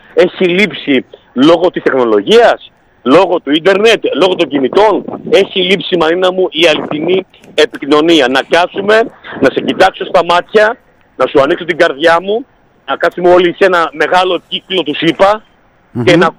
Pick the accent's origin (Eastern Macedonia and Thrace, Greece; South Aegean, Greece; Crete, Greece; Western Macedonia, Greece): Crete, Greece; Emprosneros; είμαι και εγώ επαρχιώτης του Αποκόρωνα, είμαι από τον Εμπρόσμερο Αποκορώνου, από τον ιστορικό Εμπρόσμερο.